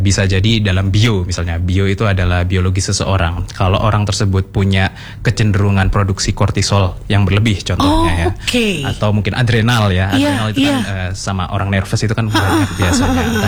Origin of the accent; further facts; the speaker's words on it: Java, Indonesia; saya orang Jawa jadi taunya cuma budaya Jawa.